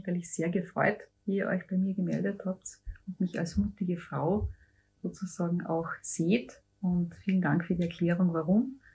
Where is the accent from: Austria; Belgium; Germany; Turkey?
Austria; Carinthia; Ich bin am Land aufgewachsen, also in ganz einem kleinen Dorf, ein bisschen außerhalb von Villach, in der Unterschütt, wenn das vielleicht jemand kennt, und auch in sehr einfachen Verhältnissen.